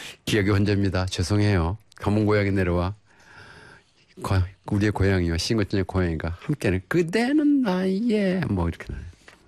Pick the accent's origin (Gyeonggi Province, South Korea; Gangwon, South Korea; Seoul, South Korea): Gangwon, South Korea; Ganseong; born there; moved away; 제가 고향이 태어난 곳이 강원도 저 북쪽 가까운 곳 고성 간성이라는 곳에 태어났거든요.